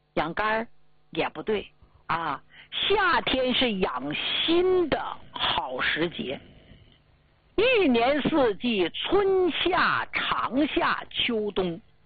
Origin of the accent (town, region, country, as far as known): Northeast China, China